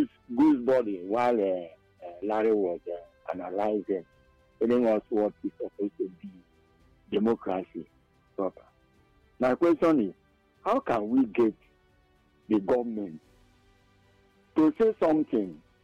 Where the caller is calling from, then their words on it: Abuja, Federal Capital Territory, Nigeria; I'm calling from Abuja and Crossing.